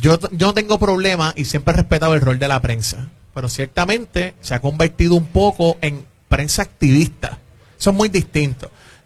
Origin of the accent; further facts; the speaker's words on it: San Juan, Puerto Rico; De Santurce, Puerto Rico, con mucho orgullo. Estudié aquí toda mi vida, nacido y criado aquí.